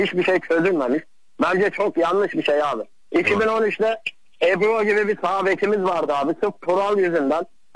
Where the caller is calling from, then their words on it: Istanbul, Turkey; İstanbul'dan